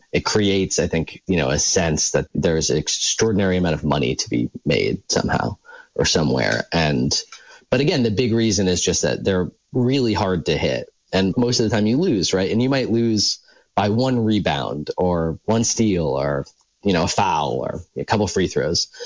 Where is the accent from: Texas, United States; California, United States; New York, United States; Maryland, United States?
New York, United States; Elmira; I'm from Elmira, New York, so I like the Bills, I like the Knicks, right? You know, I'm Irish and depressed